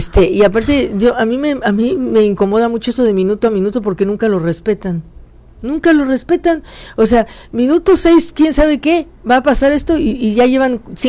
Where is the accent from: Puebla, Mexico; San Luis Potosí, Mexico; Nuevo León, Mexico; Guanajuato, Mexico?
Guanajuato, Mexico; Irapuato; moved away as an adult; also born or lived in Mexico City; now in Tijuana, Mexico; O sea, allá nací. Allá estudié mi primaria, mi secundaria y mi preparatoria.